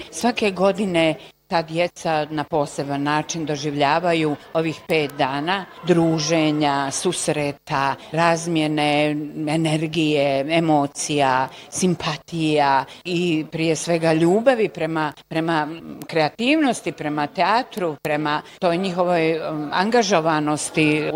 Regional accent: Sarajevo, Federation of Bosnia and Herzegovina, Bosnia & Herzegovina; Ja naravno imam tu sada jednu malu tužnu informaciju da mi iz Sarajeva smo za ovih 14 godina jedva, ali jedva, imali 2 predstave

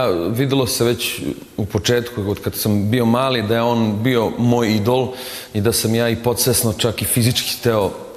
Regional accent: Germany; nego sam odrastao u Nemačkoj gdje niko ne zna ko je Luis, ima par naših ljudi ono u školi

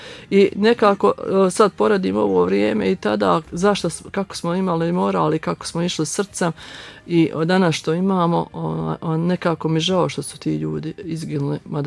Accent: Vitkovići, Federation of Bosnia and Herzegovina, Bosnia & Herzegovina; ja sam iz Vitkovića

